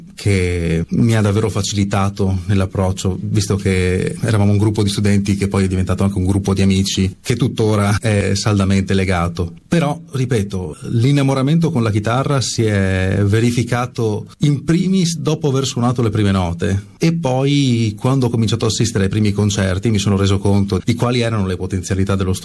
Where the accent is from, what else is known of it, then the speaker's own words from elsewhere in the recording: Pordenone, Friuli-Venezia Giulia, Italy; chitarrista nato e cresciuto a Pordenone, e sempre a Pordenone ho sviluppato la mia carriera finora, si può dire, e sono docente in diversi istituti privati della regione, tra Pordenone e Sacile soprattutto.